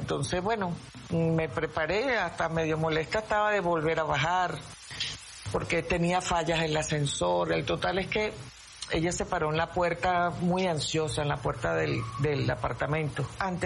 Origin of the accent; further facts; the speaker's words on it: Venezuela; que sigamos siendo así como somos los venezolanos de nobles, porque lo somos mucho